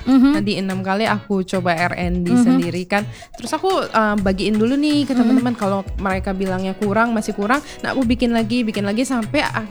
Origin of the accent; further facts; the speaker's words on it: Medan, North Sumatra, Indonesia; Bukan, karena aku dari Medan sih, Kak.